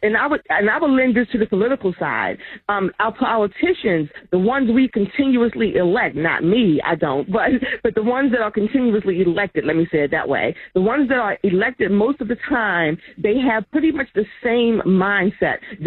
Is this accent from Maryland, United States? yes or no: yes; Baltimore, Maryland, United States; now in Towson, United States; As a black woman, born and raised in Baltimore, in Maryland